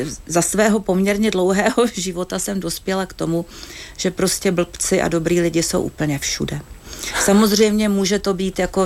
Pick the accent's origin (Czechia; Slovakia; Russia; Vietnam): Russia; now in United Kingdom; A musela jsem teda vysvětlovat, proč teda nejsme Rusové a jak to, že nejsme Rusové, když jsme z Ruska.